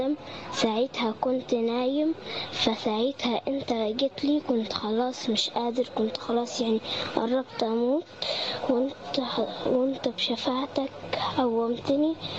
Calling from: Aswan, Aswan Governorate, Egypt; من اسوان.

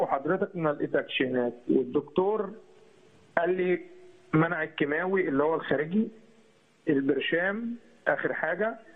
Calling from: Giza Governorate, Egypt; انا من الجيزه

